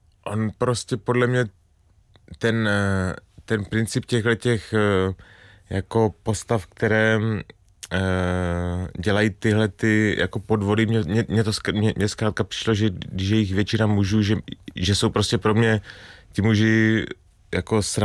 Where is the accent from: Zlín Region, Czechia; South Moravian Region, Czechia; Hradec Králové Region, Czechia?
South Moravian Region, Czechia; Strážnice; Ten zmiňovaný třeba Lukáš Příkazský, tak ten je taky ze Strážnice, odkud pocházím, takže vlastně jsme už spolu v dětství nebo v dospívání natáčeli nějaké krátké filmy